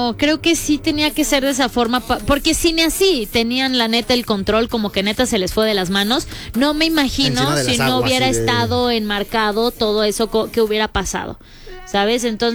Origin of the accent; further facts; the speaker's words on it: Yucatán, Mexico; Soy yucateca, güey.